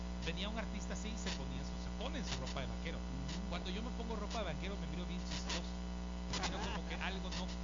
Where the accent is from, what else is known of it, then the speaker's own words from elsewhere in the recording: Salamanca, Guanajuato, Mexico; moved away; en Salamán, mi pueblo, hay una mezcla bien linda entre la ciudad chiquita, pero y toda la gente de campo.